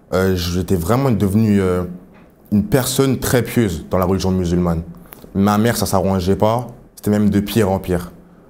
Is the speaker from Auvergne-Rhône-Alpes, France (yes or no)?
no; Paris, Île-de-France, France; J'ai grandi à Paris avec ma mère et pas mon père, je ne le connaissais pas du coup, ma petite sœur.